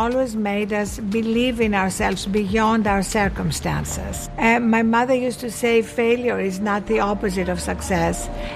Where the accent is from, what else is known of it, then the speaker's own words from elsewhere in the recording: Athens, Attica, Greece; I grew up in Athens, Greece. My mother, my younger sister, and I lived in a one-bedroom apartment.